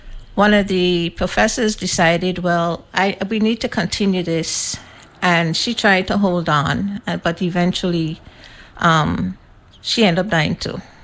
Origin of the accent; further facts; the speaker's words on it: St. Croix, U.S. Virgin Islands; I was born on St. Croix. I attended the public school education systems